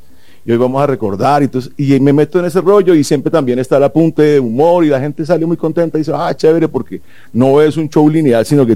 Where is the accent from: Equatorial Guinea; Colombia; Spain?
Colombia